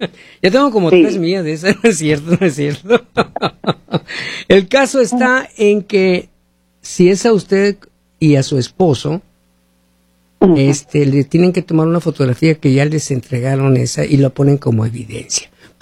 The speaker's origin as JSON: {"language": "Spanish", "country": "Mexico", "said": "como mexicanos, como ciudadanos mexicanos"}